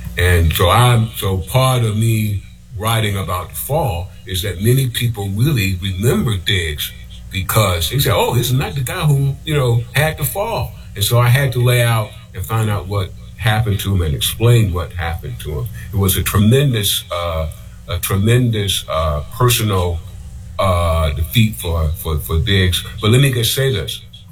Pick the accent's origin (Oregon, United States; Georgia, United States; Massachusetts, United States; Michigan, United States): Georgia, United States; Savannah; moved away; when I was an undergraduate student at Savannah State College, a historically black college down in my hometown. I was a political science undergraduate major